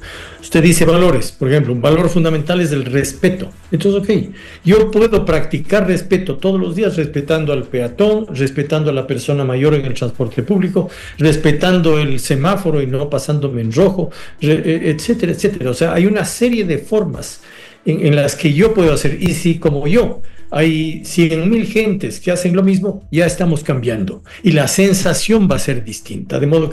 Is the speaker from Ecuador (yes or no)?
yes; Ecuador; En fin, ¿qué esperanza tengo si yo como ecuatoriano?